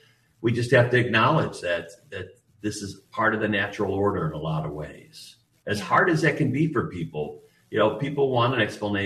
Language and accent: English; Cleveland, Ohio, United States; Yes. Yeah. I grew up in the Cleveland area.